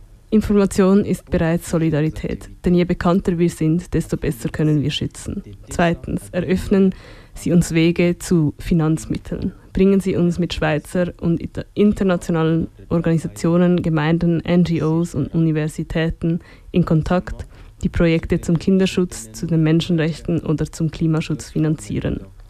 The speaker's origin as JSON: {"language": "German", "country": "DR Congo", "said": "Ich komme aus dem Osten der Demokratischen Republik Kongo, einer Region, die seit mehreren Jahrzehnten unter den dramatischen Folgen bewaffneter Konflikte leidet."}